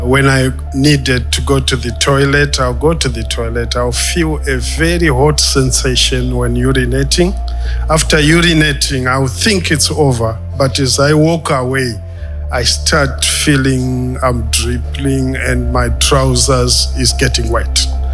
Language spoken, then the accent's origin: English; Zimbabwe; now in United Kingdom; I am originally from Zimbabwe. I live in the UK.